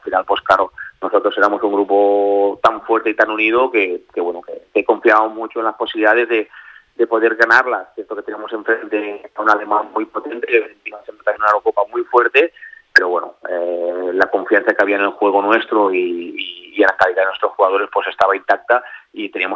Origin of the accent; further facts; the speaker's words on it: Spain; porque evidentemente todos somos españoles y queremos ver a España lo más alto.